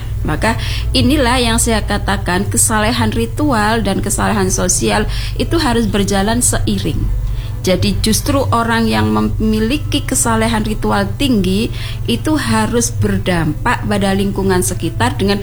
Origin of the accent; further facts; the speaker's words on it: Indonesia; Kita orang Indonesia, suku apapun, ya, agama apapun